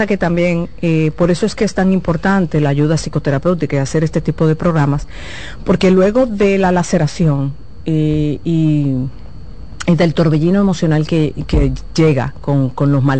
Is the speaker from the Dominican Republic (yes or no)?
yes; Dominican Republic; soy muy dominicano